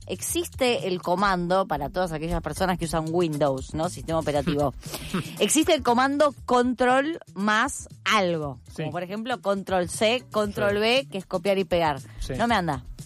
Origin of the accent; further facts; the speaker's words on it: Buenos Aires, Argentina; cosas que pasan mientras somos porteños.